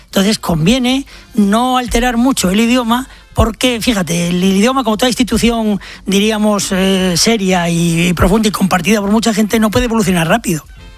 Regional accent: Lorca, Region of Murcia, Spain; Cuando vengo de Lorca, muchas veces digo me se.

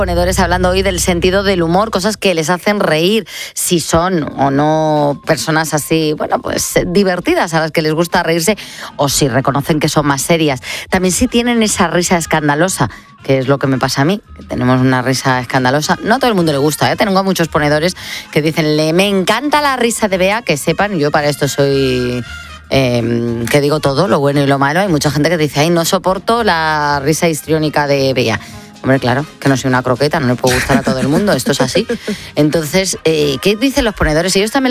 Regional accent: Spain; Hemos hablado de lo que significa para nosotros, no ya como ciudadanos, sino como españoles, ¿no? En España hacemos gala del sentido del humor

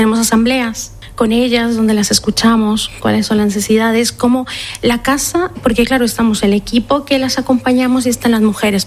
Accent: Colombia; moved away; siempre vengo de Colombia, entonces mi madre enfermera y crecí escuchando del conflicto armado colombiano

